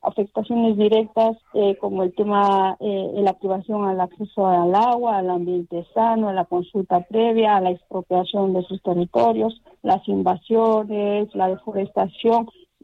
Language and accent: Spanish; Madre de Dios, Peru; Y así te puedo hablar del Madre de Dios, que es mi realidad. Yo soy peruana, en Madre de Dios.